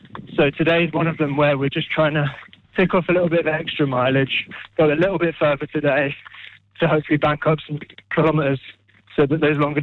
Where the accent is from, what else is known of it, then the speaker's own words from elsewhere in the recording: London, United Kingdom; I'm from London